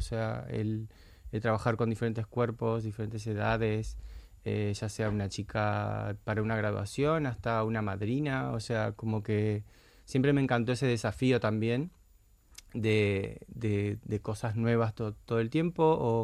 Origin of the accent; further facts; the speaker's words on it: Uruguay; Trabajo en moda en Uruguay, en mi país. Logré tener una carrera productiva y continua, participando de eventos, Fashion Weeks, televisión, cine, todo lo que quieras. Lo hice en Uruguay.